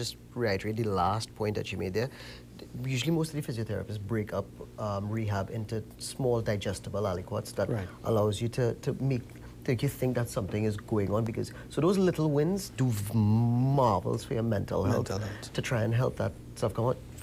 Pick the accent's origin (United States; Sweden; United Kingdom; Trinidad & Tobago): Trinidad & Tobago; in Trinidad, we wear it as a badge of honor.